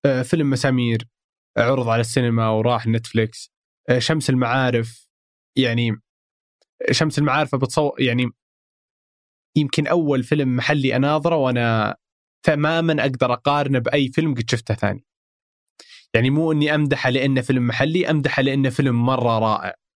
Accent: Saudi Arabia; أتصور أنه كذا مثلا عندنا في الخليج استهلاك المحتوى شيء مو طبيعي، وكثير ناس تحب تستهلك محتوى. 8 أفلام في السعودية أحس أنه رقم صدق مو بجيد

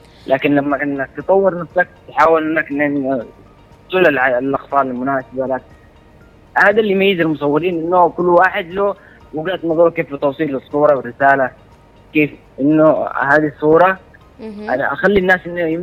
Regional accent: Aden, Yemen; مثلا عندنا في عدن انه يهتموا بالمعالم الاثريه واصلاحها.

